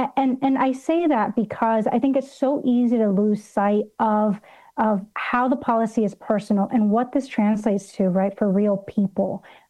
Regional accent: Los Angeles, California, United States; I grew up in Los Angeles.

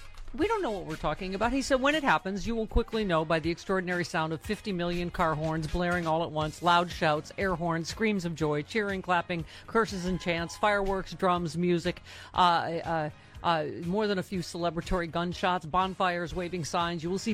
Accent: Buffalo, New York, United States; So, can I just say, my hometown gave the middle finger to Trump yesterday, and I apologize, Angela V. Shelton of the Detroit Sheltons, but my Buffalo Bills beat your Detroit Lions last night.

